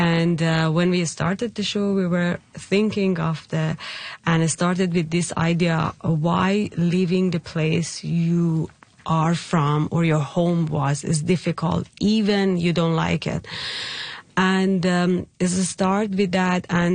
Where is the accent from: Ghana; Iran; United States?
Iran; English is a second language; moved away; And I'm from Iran